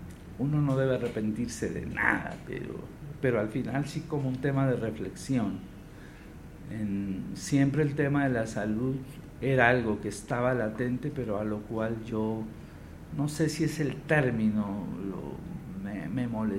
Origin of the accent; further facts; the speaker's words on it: Pasto, Nariño, Colombia; accent: pastuso; now in Bogotá, Colombia; Yo soy pastuso